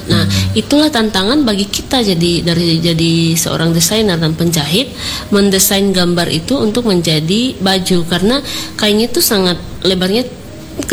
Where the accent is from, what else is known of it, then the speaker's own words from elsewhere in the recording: South Sulawesi, Indonesia; now in Makassar, Indonesia; Saya anak Toraja, tapi gak tinggal di Toraja.